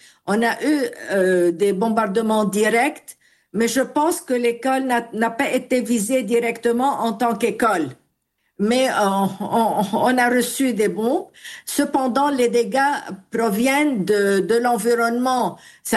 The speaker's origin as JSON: {"language": "French", "country": "Lebanon", "said": "en tant que Libanais, vraiment très connus pour le niveau de notre niveau éducatif, pour nos diplômes"}